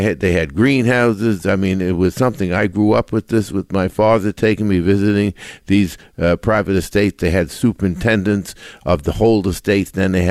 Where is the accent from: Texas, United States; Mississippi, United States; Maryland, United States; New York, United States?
New York, United States; Long Island; I grew up on Long Island, and there on the North Shore was called the Gold Coast.